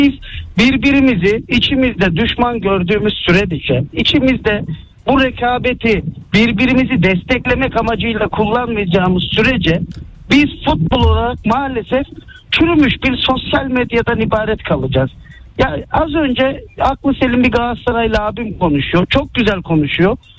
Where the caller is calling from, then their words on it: Istanbul, Turkey; İstanbul'dan arıyorum.